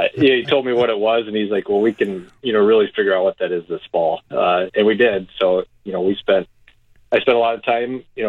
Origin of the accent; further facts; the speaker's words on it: Iowa, United States; now in Wisconsin, United States; I am originally from Iowa, so I'm not native to Wisconsin. I have lived in Wisconsin now for 8 years, but I grew up on a small family farm